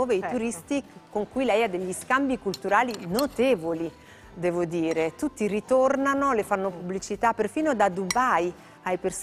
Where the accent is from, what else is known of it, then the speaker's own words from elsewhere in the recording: Campania, Italy; io sono campana